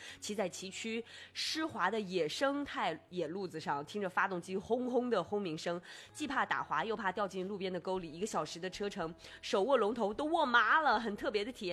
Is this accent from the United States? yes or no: no; Inner Mongolia, China